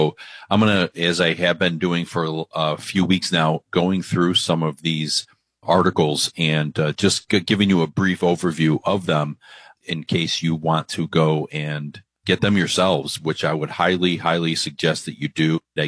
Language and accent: English; Cleveland, Ohio, United States; You know, I'm coming here from Cleveland, Ohio, and we have a governor's race going on.